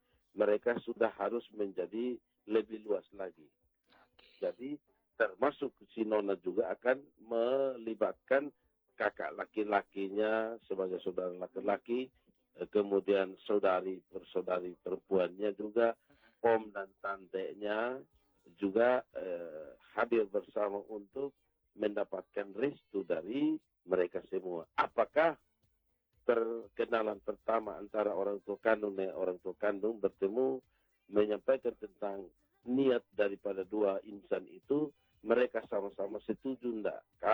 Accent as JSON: {"language": "Indonesian", "town": "Tunbaun", "region": "East Nusa Tenggara", "country": "Indonesia", "tie": "born or raised there", "said": "Saya sementara di kampung saya di Desa Tunbaun."}